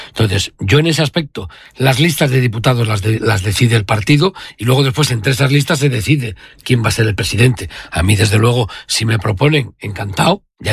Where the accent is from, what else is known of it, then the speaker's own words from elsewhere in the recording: Bembibre, Castile and León, Spain; cuando salgo de Madrid y digo, me voy para mi tierra. Yo vivo en Bembibre. Bembibre no es un pueblo pequeño, pero allí estoy encantado de la vida.